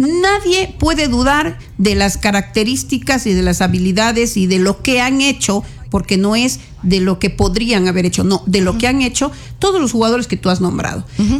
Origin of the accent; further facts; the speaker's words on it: Ecuador; es mi Ecuador, yo soy de Ecuador